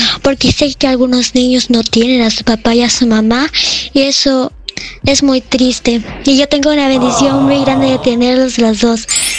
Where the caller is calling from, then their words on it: Trujillo, La Libertad, Peru; de Trujillo.